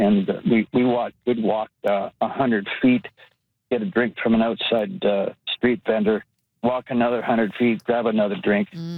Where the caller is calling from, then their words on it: Bergen, Alberta, Canada; I'm calling from Bergen, Alberta. Much paradise here.